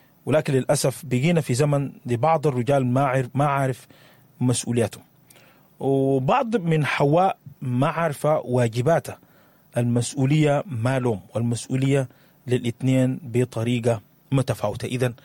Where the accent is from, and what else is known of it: Sudan